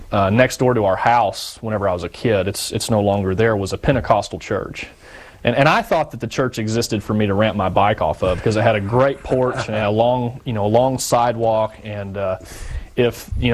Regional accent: Arkansas, United States; You know, I grew up in an area where the Catholic Church was not a very prominent church. I grew up in Northwest Arkansas.

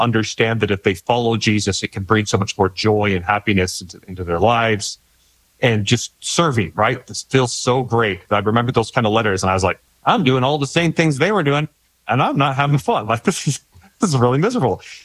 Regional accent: Idaho, United States; born or raised there

